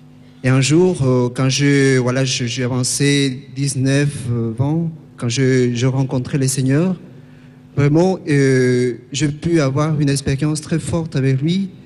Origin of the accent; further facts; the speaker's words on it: Peru; je viens du Pérou, j'ai 30 ans.